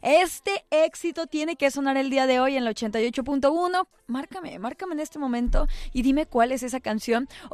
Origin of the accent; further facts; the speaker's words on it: Mexico; como mexicanos que somos, como buenos mexicanos